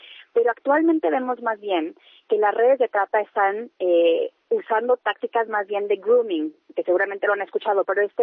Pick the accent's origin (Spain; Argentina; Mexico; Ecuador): Mexico; estamos súper emocionados como mexicanos